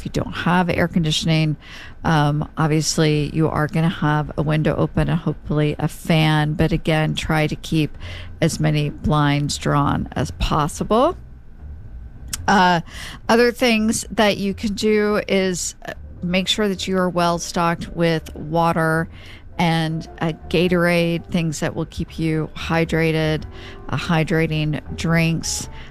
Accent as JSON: {"language": "English", "region": "Oklahoma", "country": "United States", "tie": "born or raised there", "moved": "yes", "said": "I grew up in Oklahoma where it is very hot"}